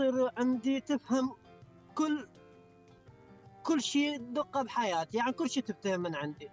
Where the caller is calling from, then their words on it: Baghdad, Baghdad Governorate, Iraq; انا بغداد.